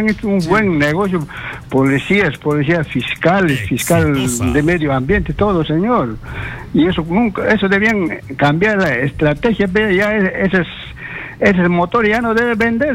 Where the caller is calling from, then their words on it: Puerto Maldonado, Madre de Dios, Peru; te llamo de Puerto Maldonado.